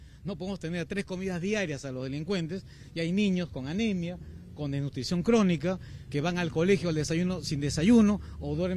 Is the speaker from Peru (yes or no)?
yes; Peru; tenemos que reconciliarnos como peruanos y ayudarnos como peruanos, como ciudadanos